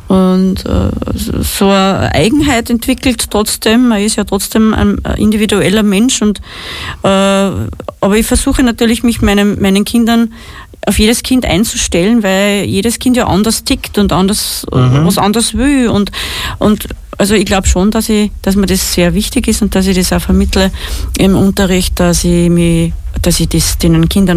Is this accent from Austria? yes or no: yes; St. Valentin, Lower Austria, Austria; Da spiele ich sogar in meiner Heimatstadt in St. Valentin am 12. September in Schloss Wettra